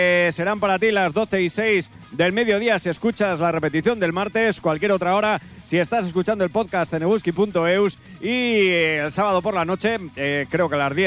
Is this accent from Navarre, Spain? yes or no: yes; Lerín, Navarre, Spain; soy de Lerín